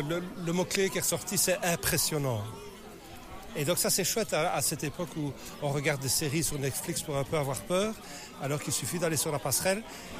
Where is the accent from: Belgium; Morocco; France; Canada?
Belgium; Liège, Wallonia; now in Gaume, Belgium; Moi, je viens de Liège